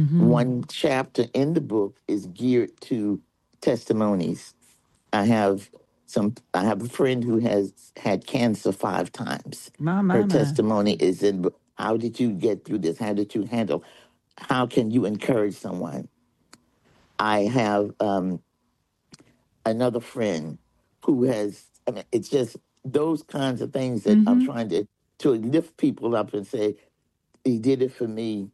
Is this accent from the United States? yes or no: yes; Palmyra, Virginia, United States; now in Philadelphia, United States; I hail from Palmyra, Virginia.